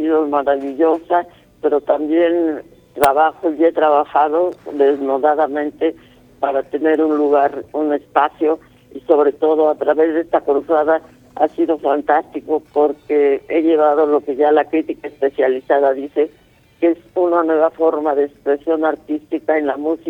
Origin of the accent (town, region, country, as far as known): Mexico